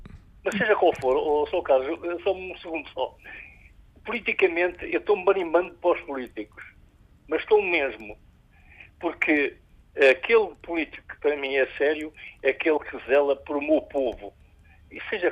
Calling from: Portugal; Não sou russo, sou português.

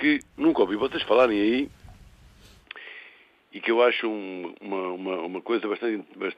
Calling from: Lisbon, Portugal; eu sou do Sul, sou de Lisboa

